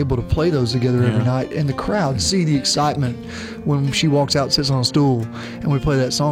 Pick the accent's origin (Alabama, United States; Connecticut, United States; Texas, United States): Alabama, United States; For one, I love to see my home state of Alabama winning.